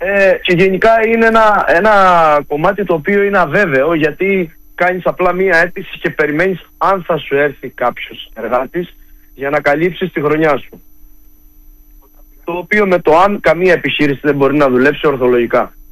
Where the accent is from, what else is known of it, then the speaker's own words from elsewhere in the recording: Crete, Greece; born there; moved away as an adult; also born or lived in Heraklion / Athens; Εγώ είμαι παιδί του χωριού. Μου αρέσει ο τόπος μου, μου αρέσει αυτή η καθημερινή ηρεμία που υπάρχει και όχι αυτό το χάος του Ηρακλείου, της Αθήνας και των μεγάλων πόλεων που έχω ζήσει.